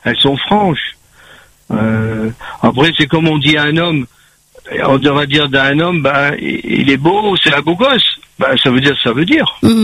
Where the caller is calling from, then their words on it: Saint-Benoît, Réunion; moi, je suis à Saint-Benoît, mais je me déplace, c'est pas grand, l'île, hein. C'est pas comme la métropole.